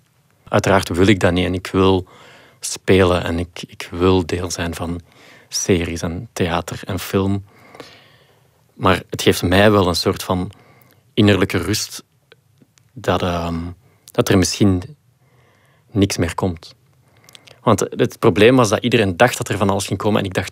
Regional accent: Flanders, Belgium; ik denk ook dat wij als Belgen gewoon heel goed zijn in die verhalen vertellen.

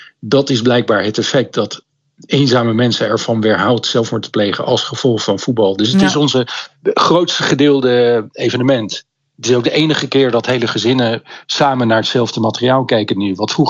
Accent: Netherlands; Ik ben in Nederland opgegroeid. Ik ben nog steeds fan van Oranje.

